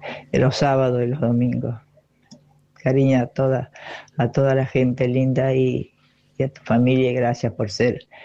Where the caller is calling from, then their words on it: José C. Paz, Buenos Aires Province, Argentina; acá en José C. Paz. Somos mucha gente grande y que estamos trabajando.